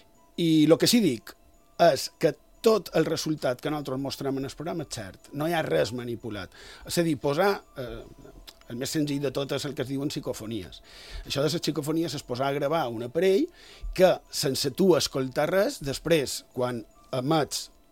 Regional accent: Palma, Balearic Islands, Spain; jo som de ciutat, som de Palma, però vaig tenir la sort d'haver viscut també part de la meva infantesa a la ruralia.

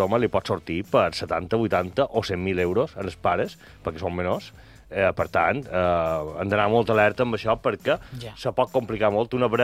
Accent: Inca, Balearic Islands, Spain; born there; jo sóc nascut a Inca

